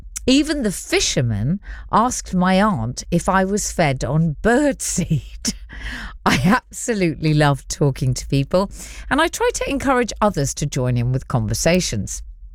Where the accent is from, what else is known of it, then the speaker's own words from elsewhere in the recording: London, United Kingdom; now in King's Lynn, United Kingdom; in King's Lynn, Norfolk. Hello, Ruth. I'm originally from Southwest London. I'm 49 years old and an only child.